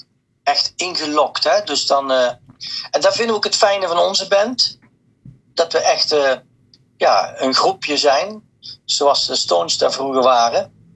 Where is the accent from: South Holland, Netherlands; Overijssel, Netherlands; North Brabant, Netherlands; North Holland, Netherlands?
North Brabant, Netherlands; En ik ben gewoon een Brabantse jongen, dus hoe komen die woorden dan ook in het Engels?